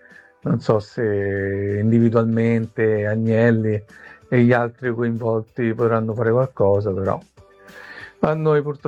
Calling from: Rome, Lazio, Italy

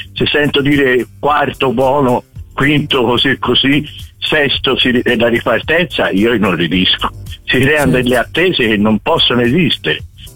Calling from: Florence, Tuscany, Italy; noi purtroppo siamo fiorentini

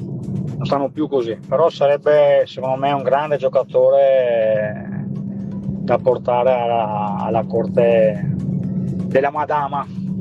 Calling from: Peschiera del Garda, Veneto, Italy; da Peschiera del Garda a Verona

